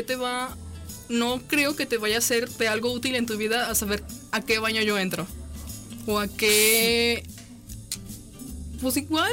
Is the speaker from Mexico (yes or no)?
yes; Pabellón, Aguascalientes, Mexico